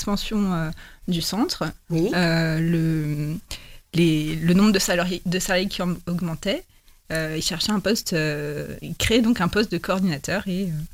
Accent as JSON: {"language": "French", "town": "Crépy-en-Valois", "region": "Hauts-de-France", "country": "France", "tie": "born or raised there", "said": "j'ai eu envie de revenir vivre dans ma ville natale, en fait, Crépian-Valois."}